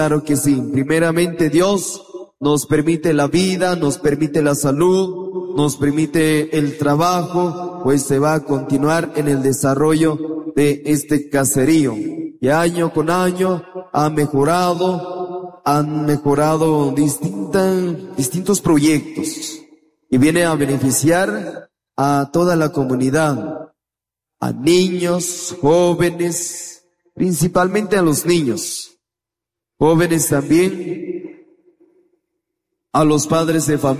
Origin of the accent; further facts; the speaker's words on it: Guatemala; nosotros como guatemaltecos